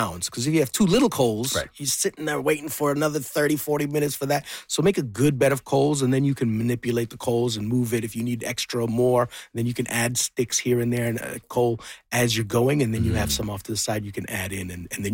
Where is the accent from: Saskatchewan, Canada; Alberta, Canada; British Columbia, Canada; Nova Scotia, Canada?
Alberta, Canada; Edmonton; Man, I love that you said this, you know, because I grew up in Edmonton.